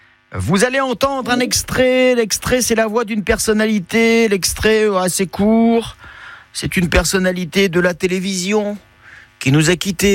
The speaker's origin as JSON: {"language": "French", "town": "Menton", "region": "Provence-Alpes-Côte d'Azur", "country": "France", "said": "moi je suis de Menton, j'habitais donc Menton et à l'avenue Thiers de Menton"}